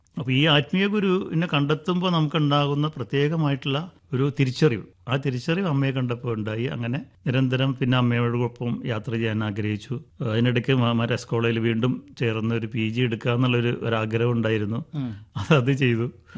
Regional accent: Ernakulam, Kerala, India; അത് ഞാൻ പഠിച്ചതും വളർന്നതും ഒക്കെ എറണാകുളമാണ് എൻ്റെ നഗരം.

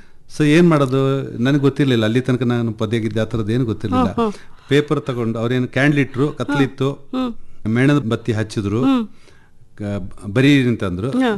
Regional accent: Suntikoppa, Karnataka, India; also born or lived in Koynadu / Sampaje / Madapura; so ನಮ್ಮ ಬಾಲ್ಯಕಾಲ ಕೊಡಗಿನ ಸುಟ್ಟಿಕೊಪ್ಪದ Sandalwood ಅಂತ ಇದೆ ಗದ್ದೆಹಾಳ

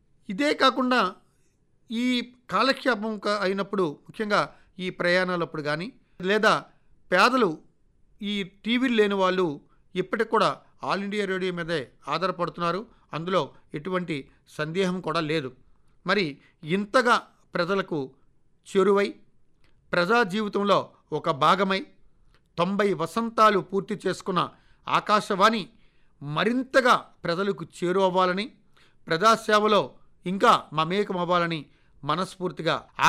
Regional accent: Srikakulam district, Andhra Pradesh, India; పుట్టి పెరిగింది శ్రీకాకుళం జిల్లాలోని రైతు కుటుంబంలో, ఒక మారుమూల కుగ్రామంలో.

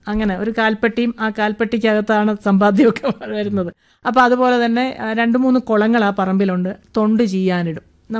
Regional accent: Pallana, Kerala, India; moved away as an adult; also born or lived in Punnapra, Alappuzha / Changanassery; now in Palakkad, India; ഞാൻ ജനിച്ചു വളർന്ന സ്ഥലം എന്ന് പറയുന്നത് ആലപ്പുഴ ജില്ലയിൽ കാർത്തിയപ്പള്ളി താലൂക്ക് തൃക്കുന്നപ്പുഴ പഞ്ചായത്തിൽ പല്ലന പാനൂർ.

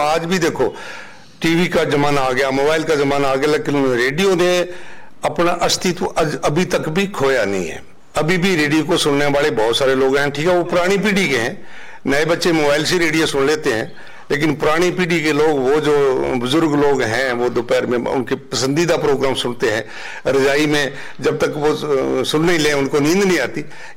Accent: Rajasthan, India

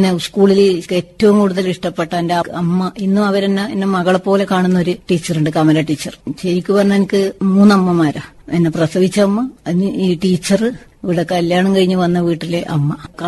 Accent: Karivellur, Kerala, India; ഞാൻ ജനിച്ചത് കരിവള്ളൂരിലാണ്. ദാരിദ്ര്യം കഷ്ടപ്പാടുമായിരുന്നു. അമ്മയും അച്ഛനും സാധാരണ കൂലിപ്പണിക്കാരായിരുന്നു. അപ്പൊ ഞങ്ങൾ 7 മക്കളായിരുന്നു.

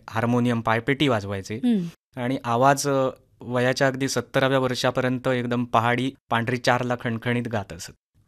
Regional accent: Aravali, Maharashtra, India; आमचं गाव आरवली. आता आरवली गाव कलाकारांचं गाव म्हणून सुप्रसिद्ध आहेच आपल्या कोकणामध्ये

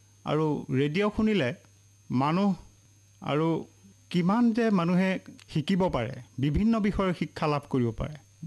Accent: Pagahali, Assam, India; মই মৰিগাঁও জিলাৰ মিকিভেটা ৰাজহচক্ৰ অন্তৰ্গত পাগহালি গাঁৱৰ পৰা আহিছোঁ।

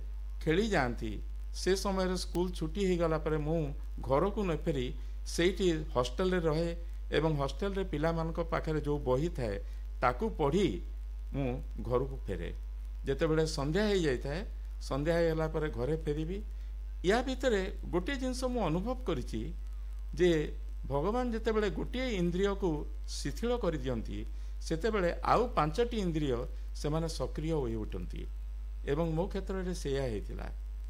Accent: Balangir, Odisha, India; born there; କାରଣ ବଲାଙ୍ଗୀରଟା ମୋ ଜନ୍ମସ୍ଥାନ ଏବଂ ବଲାଙ୍ଗୀରକୁ ମୁଁ ଅତି ନିପିଡ଼ ଅନ୍ତରଙ୍ଗ ଭାବେ ଭଲ ପାଏ।

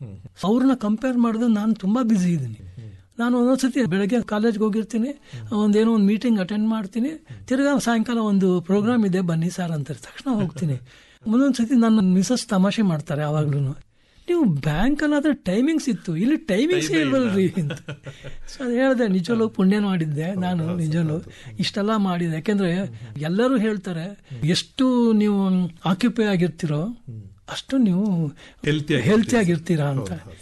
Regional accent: Mysore, Karnataka, India; born there

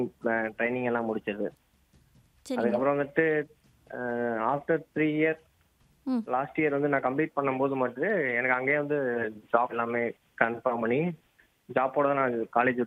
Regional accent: Dindigul, Tamil Nadu, India; moved away as an adult; also born or lived in Tiruchirappalli; now in Chennai, India; நான் வந்து என் சொந்த ஊர் வந்து திண்டுக்கல். இப்போ வந்து நான் ஒர்க் பண்ணிட்டு இருக்கேன் சென்னையில்.

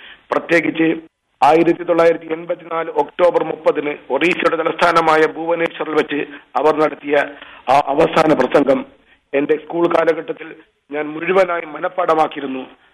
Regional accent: Lakshadweep, India; ലക്ഷദ്വീപിലെ ആദ്യകാല അധ്യാപകരിൽ ഒരാളായിരുന്നു എന്റെ പ്രിയപ്പെട്ട പിതാവ്. അന്ന് ഞങ്ങളുടെ വീട്ടിൽ ഒരു റേഡിയോ ഉണ്ടായിരുന്നു. ആ റേഡിയോയിലൂടെ പാട്ടും വാർത്തകളും കേട്ടാണ് ഞാൻ വളർന്നത്.

